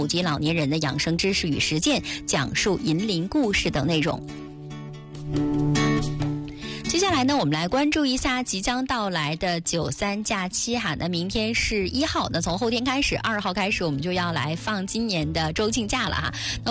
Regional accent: Yanbian, Jilin, China

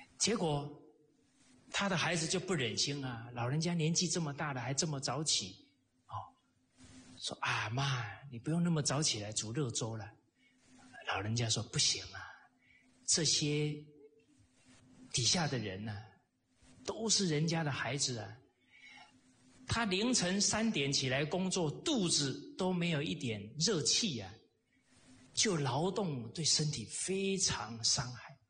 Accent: Taiwan; 我是台湾的小孩呀，啊，有时候不小心就讲台湾，因为比较熟悉

